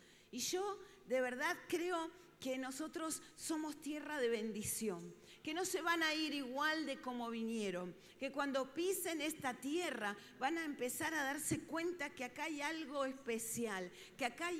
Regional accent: Argentina; born there

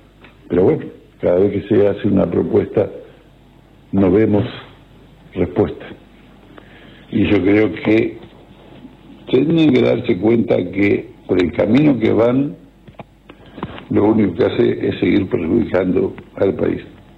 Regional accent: Uruguay; somos uruguayos.

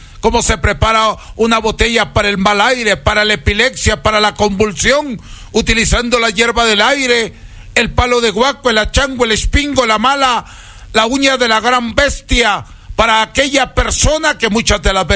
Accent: Huancabamba, Piura, Peru; moved away; yo soy peruano, huancabambino, y yo vengo, señor, de tierras lejanas

